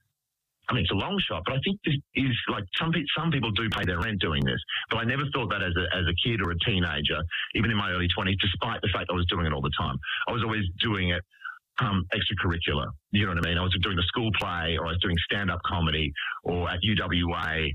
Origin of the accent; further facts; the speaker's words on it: Perth, Western Australia, Australia; growing up in Perth.